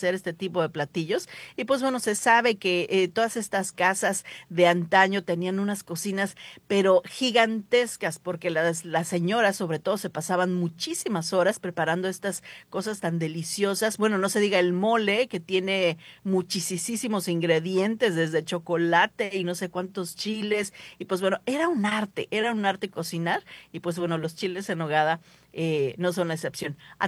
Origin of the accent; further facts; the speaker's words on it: Mexico; Nosotros sí somos bien mexicanos